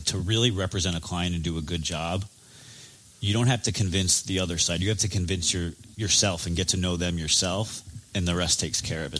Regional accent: White Plains, New York, United States; now in Philadelphia, United States; I've been a personal injury attorney for about 13 years now. I grew up in New York in White Plains, a city a little bit above.

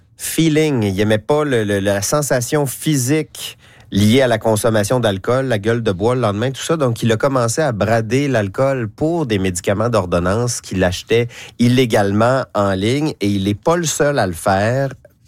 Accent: Quebec, Canada; chez nous, au Québec, au Canada.

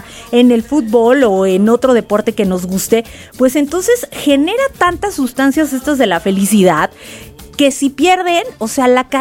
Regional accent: Mexico

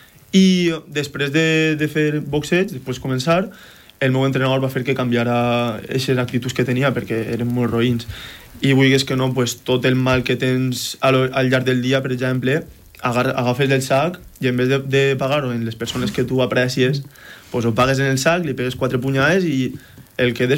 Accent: Piles, Valencian Community, Spain; Jo de Piles

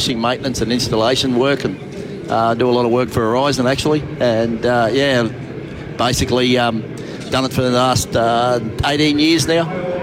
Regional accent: Keppel Sands, Queensland, Australia; I'm a bit of a Yeppoon man. I'm from Keppel Sands

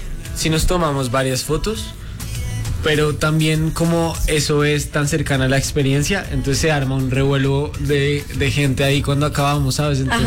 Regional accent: Colombia; nosotros somos una banda colombiana.

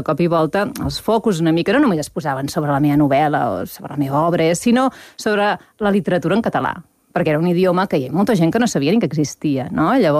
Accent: Cardedeu, Catalonia, Spain; I vam descobrir que som veïns de Cardedeu, som del mateix poble.

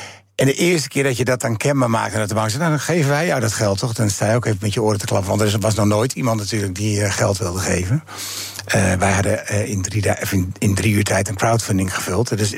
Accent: Amsterdam, North Holland, Netherlands; Maar als Amsterdammer zou ik daar dan wel iets aan toevoegen.

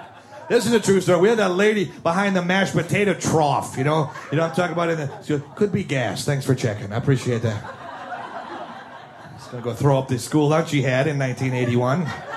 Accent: Milwaukee, Wisconsin, United States; When I grew up in Milwaukee, I grew up in the 70s.

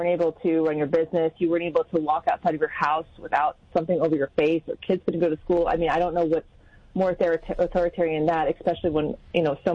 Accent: Pennsylvania, United States; moved away; I'm from Pennsylvania, so I have a lot of, I'm not living there now

